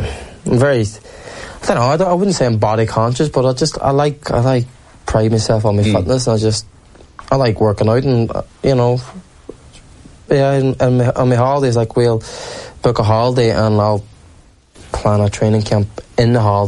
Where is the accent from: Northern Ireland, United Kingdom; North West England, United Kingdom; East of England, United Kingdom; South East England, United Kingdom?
Northern Ireland, United Kingdom; Derry; Growing up in Derry as well, where like all my mates were drinkers from an early age